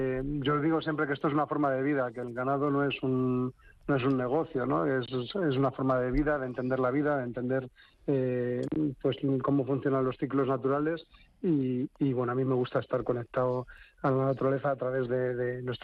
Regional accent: Valladolid, Castile and León, Spain; born there; moved away as an adult; now in Extremadura, Spain; yo soy hijo de migrantes, mis padres sí que vivieron en el campo y yo nací en una ciudad, en Valladolid, y bueno, pues mi intención era volver al pueblo de mi familia en cuanto pudiera.

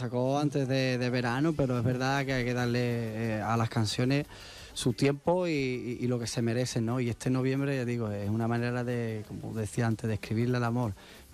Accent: Mairena del Alcor, Andalusia, Spain; Sí, viva mi pueblo, viva mi tierra, una tierra de cante, de flamenco.

